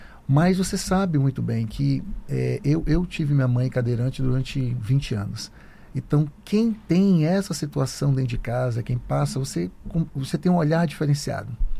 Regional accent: Roraima, Brazil; born there; Eu sou roraimense, sou nascido aqui

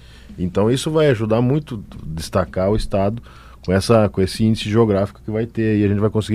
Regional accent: Paraná, Brazil; moved away as an adult; now in Roraima, Brazil; Eu sou do Paraná.

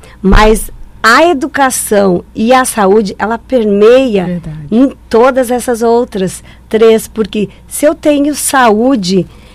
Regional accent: Rio Grande do Sul, Brazil; born there; moved away; eu venho do interior, lá do interior do Rio Grande do Sul

